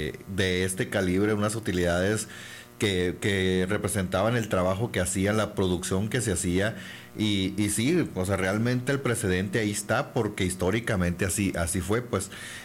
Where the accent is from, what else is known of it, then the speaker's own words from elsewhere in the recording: Cananea, Sonora, Mexico; los que somos de Cananea